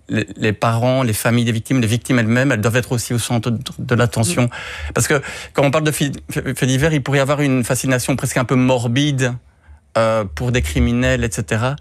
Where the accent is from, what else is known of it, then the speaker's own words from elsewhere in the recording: Belgium; chez nous, en Belgique